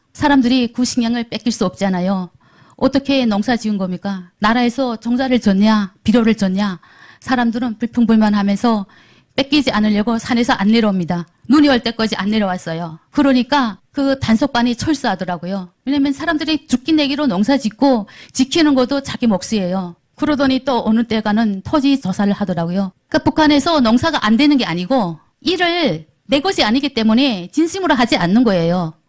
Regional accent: North Hamgyong, North Korea; moved away as an adult; now in Gyeonggi Province, South Korea; 저희 고향은 함경북도 언성이고요. 2005년도에 탈북해서 남한에는 2009년도에 입국했습니다. 제가 지금 하고 있는 일은 경기도 강명시에서 방문요양센터를 직접 운영하고 있습니다.

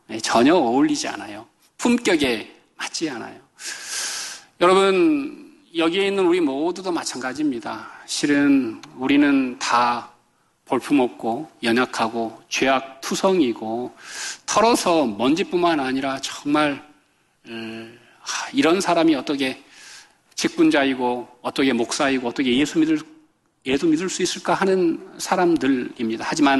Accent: South Korea

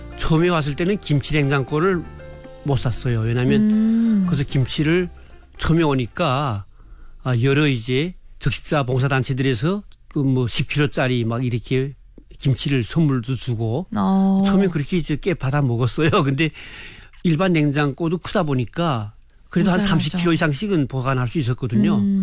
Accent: North Korea; moved away as an adult; also born or lived in Pyongyang; now in South Korea; 평양은 제가 살 때도

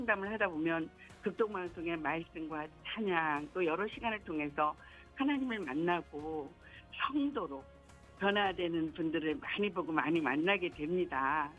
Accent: Seoul, South Korea; also born or lived in Daejeon; now in Gyeongju, South Korea; 저는 대전이 고향이지만 서울에서 자랐거든요.

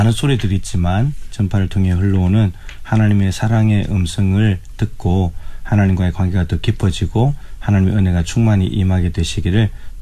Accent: Suncheon, South Jeolla, South Korea; 저는 전라남도 순천에서 왔고요.

